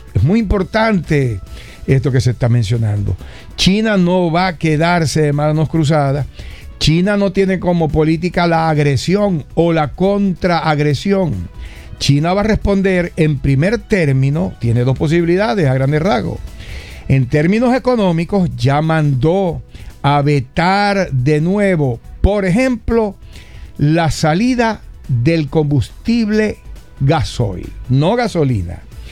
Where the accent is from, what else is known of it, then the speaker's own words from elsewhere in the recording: Venezuela; nosotros como venezolanos